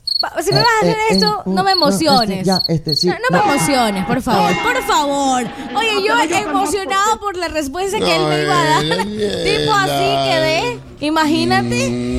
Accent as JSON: {"language": "Spanish", "country": "Ecuador", "said": "eso sí nos representa como ecuatorianos"}